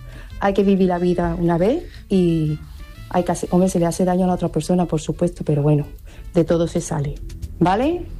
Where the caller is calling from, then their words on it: Seville, Andalusia, Spain; de Sevilla.